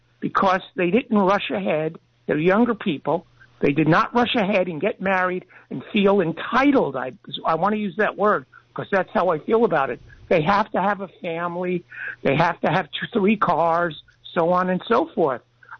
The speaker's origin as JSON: {"language": "English", "region": "Pennsylvania", "country": "United States", "moved": "yes", "lives_now": "California, United States", "said": "When I first moved here in the 70s, I came here alone from Pennsylvania. And I wanted to try out California"}